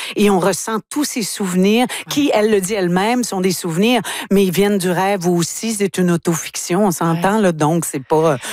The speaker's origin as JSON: {"language": "French", "town": "La Tuque", "region": "Quebec", "country": "Canada", "said": "que je connais bien puisque je viens de la Tuque, pas loin de Shawinigan."}